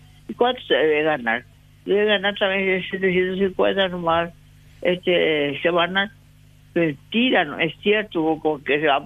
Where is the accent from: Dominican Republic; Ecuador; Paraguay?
Paraguay; Todos somos paraguayos, todos somos trabajadores.